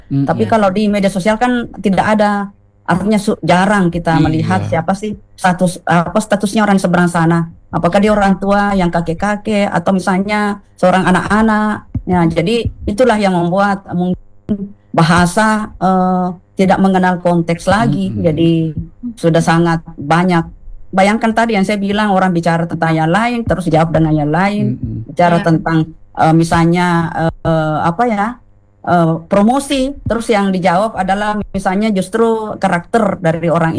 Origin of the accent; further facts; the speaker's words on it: South Sulawesi, Indonesia; accent: Bugis; saya maaf pakai logat Bugis.